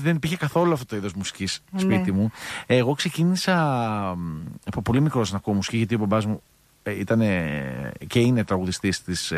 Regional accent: Athens, Attica, Greece; επειδή εγώ γεννήθηκα και μεγάλωσα στην Αθήνα

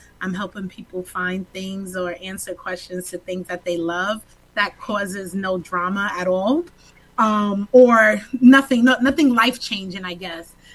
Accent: New York, United States; born there; I was scheduled to come back to my hometown, and my unit was in Amityville, New York.

